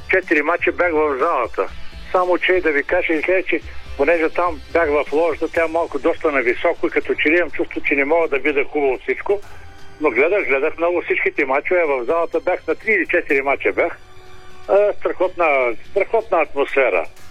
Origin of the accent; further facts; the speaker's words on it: Burgas, Burgas Province, Bulgaria; moved away; аз съм бургазлия и цяло лято съм си в Бургас.